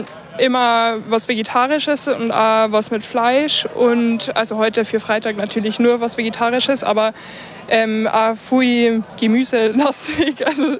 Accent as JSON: {"language": "German", "region": "Bavaria", "country": "Germany", "said": "ich komme aus der Nähe von Regensburg"}